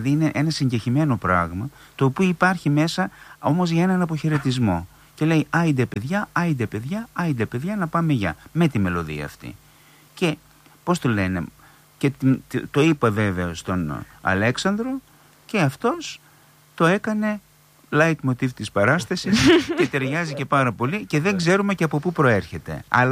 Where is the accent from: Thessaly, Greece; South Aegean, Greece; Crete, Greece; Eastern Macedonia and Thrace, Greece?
Eastern Macedonia and Thrace, Greece; Didymoteicho; σε χωριό μεγάλωσα στο Δηδημότυχο